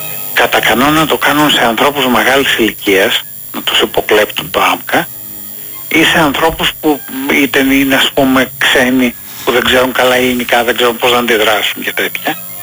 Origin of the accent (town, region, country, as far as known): Greece